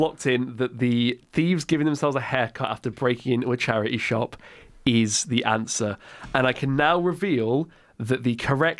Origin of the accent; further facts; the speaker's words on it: Doncaster, Yorkshire and the Humber, United Kingdom; I'm from Doncaster.